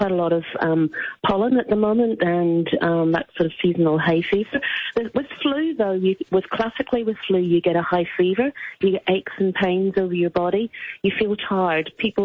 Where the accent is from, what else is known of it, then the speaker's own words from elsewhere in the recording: Northern Ireland, United Kingdom; moved away as an adult; also born or lived in New Zealand; Originally, I'm from Northern Ireland, but I've worked for many years in New Zealand.